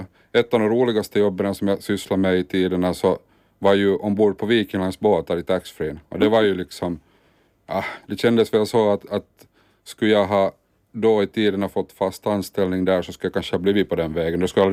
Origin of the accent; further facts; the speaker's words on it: Turku, Southwest Finland, Finland; first language Swedish; Men jag är ju själv finlandssvensk, så... Via det då så att det alltid varit modersmål och svenska då. Gått i svenska skolor i Åbo och sen då pratat svenska hemma då med familjen.